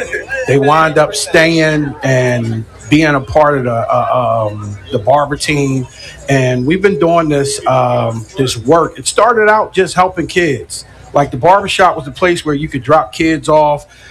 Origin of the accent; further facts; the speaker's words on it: Philadelphia, Pennsylvania, United States; I grew up in Mount Airy.